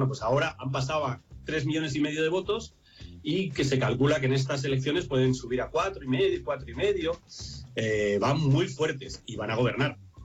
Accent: Spain

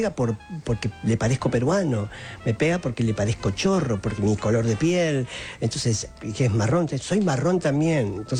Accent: Argentina; Yo soy argentino, pero mis padres son bolivianos, y como esa herencia, esa mezcla de culturas que somos los argentinos

